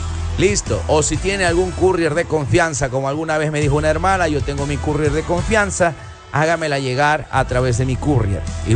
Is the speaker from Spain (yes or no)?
no; Ecuador; De Ecuador, mi querida Cecilia Rosa, de Ecuador. Sí, somos de Ecuador.